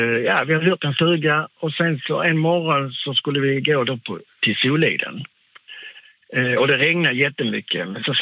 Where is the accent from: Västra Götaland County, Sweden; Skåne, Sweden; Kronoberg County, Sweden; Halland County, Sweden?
Skåne, Sweden; Malmö; Ja, men vi bor i en stuga här på Öland. Var kommer ni med? Ja, vi är från Malmö, sa jag.